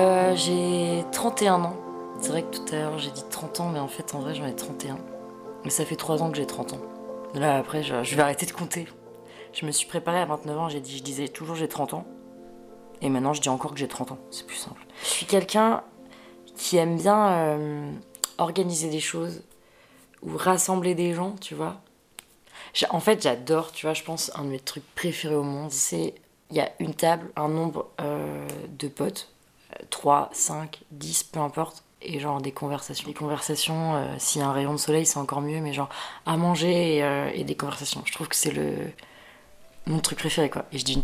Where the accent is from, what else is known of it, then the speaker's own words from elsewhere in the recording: Brittany, France; Enfin, je suis bretonne, et j'ai un attachement très fort à la Bretagne et à d'où je viens.